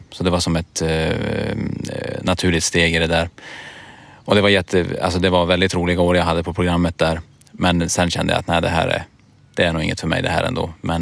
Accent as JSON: {"language": "Swedish", "town": "Kiruna", "region": "Norrbotten County", "country": "Sweden", "tie": "born or raised there", "moved": "as an adult", "lives_now": "Umeå, Sweden", "said": "jag hade aldrig varit i Karesuando för innan, även fast jag bott i Kiruna hela livet."}